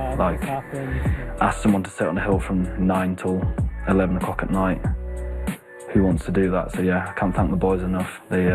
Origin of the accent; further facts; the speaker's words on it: Wales, United Kingdom; 24 years old. I'm from Wales in the UK